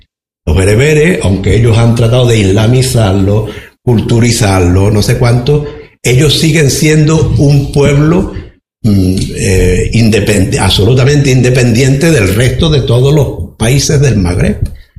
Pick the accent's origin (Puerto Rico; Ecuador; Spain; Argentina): Spain; La inteligencia nuestra, nuestra como español, como Estado, ¿no?